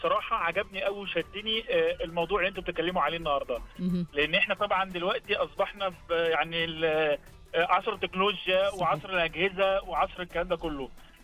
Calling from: Egypt

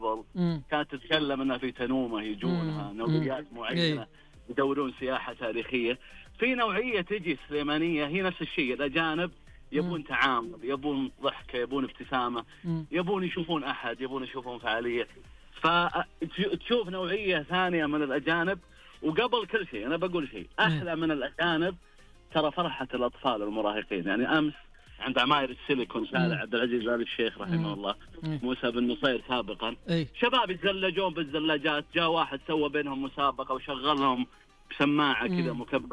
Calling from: Riyadh, Riyadh Province, Saudi Arabia; من الرياض

